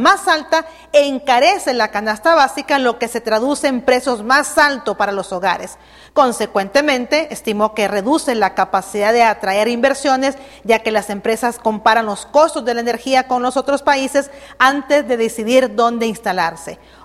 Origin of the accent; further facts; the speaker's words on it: Honduras; somos todos los hondureños